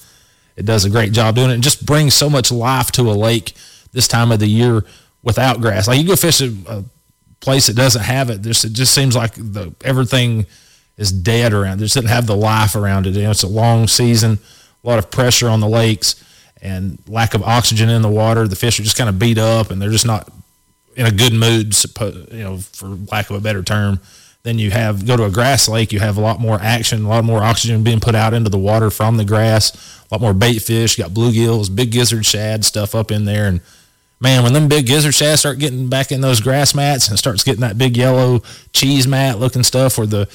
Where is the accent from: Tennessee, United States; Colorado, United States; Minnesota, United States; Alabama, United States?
Tennessee, United States; with me growing up on Watts Bar